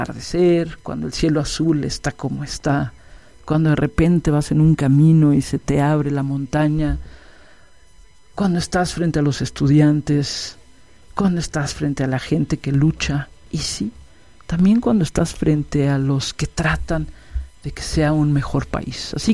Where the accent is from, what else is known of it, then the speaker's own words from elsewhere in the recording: Mexico City, Mexico; born there; yo nací aquí en México, aquí en la Ciudad de México, el Paseo de la Reforma, había un hospital, ahí nací, hace ya 59 años de edad. Pero luego estuve en algunos otros países por el trabajo de mi papá y regresamos a México, y yo tenía dos nacionalidades